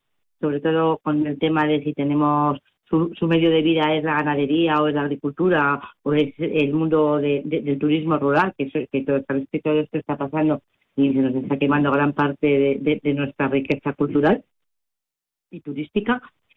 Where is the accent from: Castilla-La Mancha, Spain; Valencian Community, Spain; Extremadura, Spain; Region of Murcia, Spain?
Castilla-La Mancha, Spain; Guadalajara; todos somos de Guadalajara y es parte de nuestra tierra.